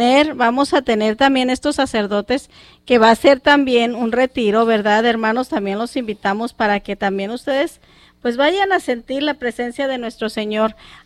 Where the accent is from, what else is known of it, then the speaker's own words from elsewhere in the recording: Mexico; Muchos de nosotros somos de México, de Michoacán, de Jalisco, de Colima, de Zacatecas, de Guanajuato, y de ahí párale de contar, ¿verdad?